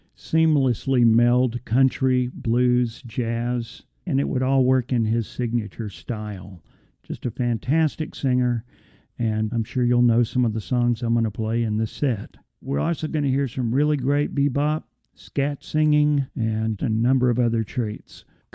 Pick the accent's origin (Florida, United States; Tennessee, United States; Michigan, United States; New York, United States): Tennessee, United States; Memphis; broadcasting from Memphis, Tennessee, my hometown.